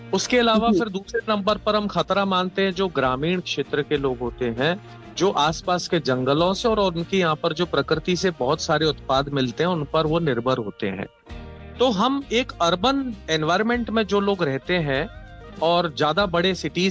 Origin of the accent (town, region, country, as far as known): Rajasthan, India